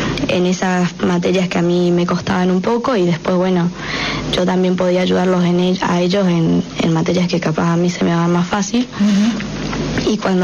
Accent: Paso de los Libres, Corrientes, Argentina; moved away as an adult; now in Concordia, Argentina; soy de Paso de los Libres de Corrientes

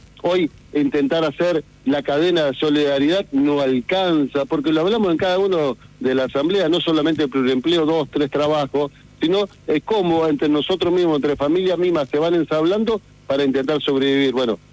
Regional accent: Concepción del Uruguay, Entre Ríos, Argentina; Yo vengo de una localidad, vivo en una localidad, soy oriundo de Concepción del Uruguay

